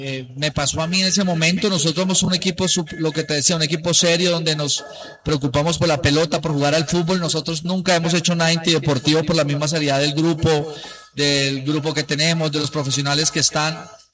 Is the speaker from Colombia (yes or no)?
yes; Bogotá, Colombia; Mi familia es simplemente santafereña, soy bogotano.